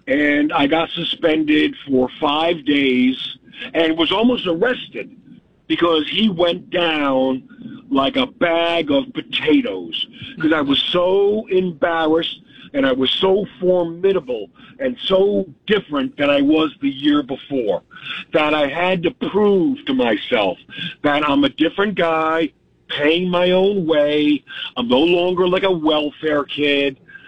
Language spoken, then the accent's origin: English; Harrison, New York, United States; look, and I grew up in Harrison, Westchester, a very wealthy place.